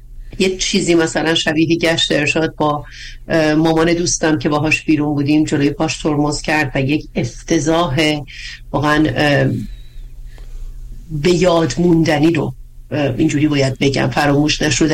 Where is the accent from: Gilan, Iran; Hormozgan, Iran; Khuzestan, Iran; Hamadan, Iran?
Hormozgan, Iran; Bandar Abbas; born there; moved away as an adult; also born or lived in Tehran; از بندر عباسی که زندگی میکردیم، در واقع فردای روز کنکور دیگه اومدیم کامل از بندر عباس بیرون و مهاجرت کردیم در واقع به یک شهر دیگه